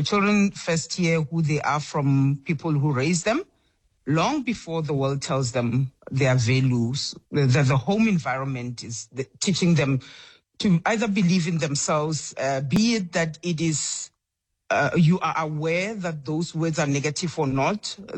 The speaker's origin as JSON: {"language": "English", "town": "Atteridgeville", "region": "Gauteng", "country": "South Africa", "tie": "born or raised there", "first_language": "Tsonga", "said": "because I went to a Babedi speaking school because of where we grew up in Attridgeville, and because the children knew that I was a Tsonga speaking individual"}